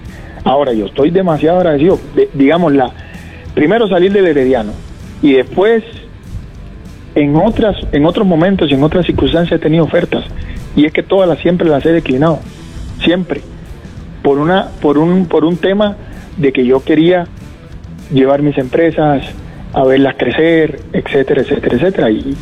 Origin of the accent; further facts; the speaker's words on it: Cuba; moved away; viniendo yo como primer cubano